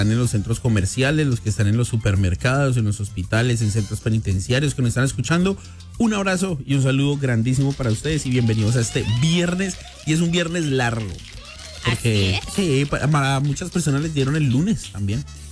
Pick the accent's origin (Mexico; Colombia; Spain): Colombia; moved away; Yo me crié con unos comentaristas en Colombia